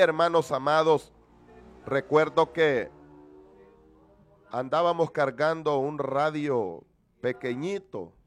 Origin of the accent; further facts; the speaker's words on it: Mercedes Umaña, Usulután, El Salvador; Estaba recién venido de lo que es la capital. Soy nativo del distrito de Mercedes Umaña, pero nos fuimos a trabajar allá por un determinado tiempo.